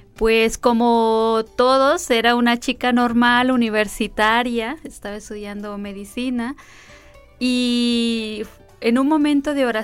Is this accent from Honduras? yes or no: yes; Honduras; moved away as an adult; also born or lived in Mexico; soy misionera Verbum Dei desde hace 17 años, soy hondureña